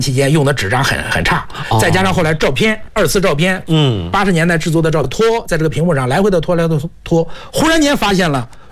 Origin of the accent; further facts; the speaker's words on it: China; 我们中国人尊天为大嘛，为长嘛